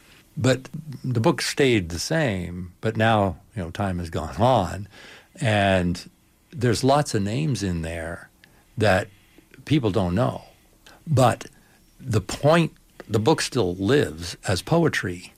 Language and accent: English; Toronto, Ontario, Canada; I was born and raised in Toronto.